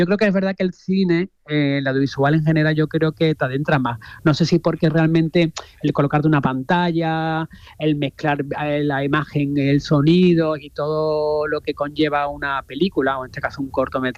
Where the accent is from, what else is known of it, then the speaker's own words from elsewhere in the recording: Andalusia, Spain; pero yo soy una mezcla entre barroco, porque claro, soy andaluz